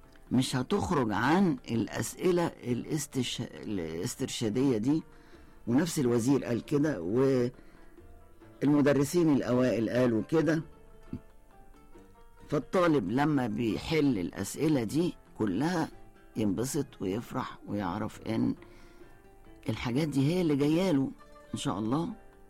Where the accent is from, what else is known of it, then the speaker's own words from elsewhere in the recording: Cairo, Cairo Governorate, Egypt; المدارس اللي عندنا في القاهرة